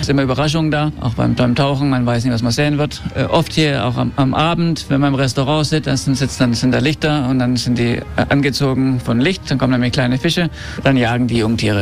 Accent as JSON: {"language": "German", "town": "Ibiza", "region": "Balearic Islands", "country": "Spain", "tie": "born or raised there", "moved": "yes", "lives_now": "Maldives", "said": "Genau, ich bin in Ibiza geboren und aufgewachsen. Ich habe noch nie in Deutschland gelebt, aber meine Eltern kommen aus Stuttgart."}